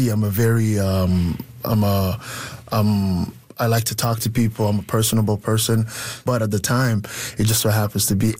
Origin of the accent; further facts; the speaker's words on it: Kakuma, Turkana County, Kenya; I came from Kakuma Refugee Camp, which is, for me now sitting here, it's a far, far, far place, and it's almost like a place that doesn't exist. But my early childhood was, I would say, tough in a lot of ways